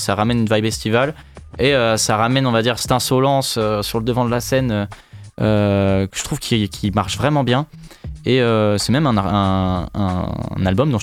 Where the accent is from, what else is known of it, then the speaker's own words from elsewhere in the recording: Valence, Auvergne-Rhône-Alpes, France; Valence, moi je viens de Valence. Pour moi déjà Valence, on n'est pas dans le sud.